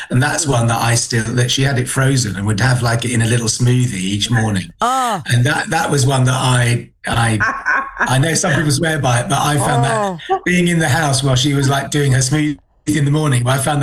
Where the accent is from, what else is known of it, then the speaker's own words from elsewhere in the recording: Australia; moved away; I grew up in Australia.